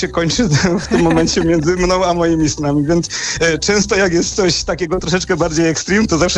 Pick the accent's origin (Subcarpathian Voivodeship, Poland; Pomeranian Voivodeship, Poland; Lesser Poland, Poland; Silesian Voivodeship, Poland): Lesser Poland, Poland; Kraków; Ogólnie kibicujemy wszystkim, bo jesteśmy z Krakowa, więc najbardziej nam do teraz Speedway Kraków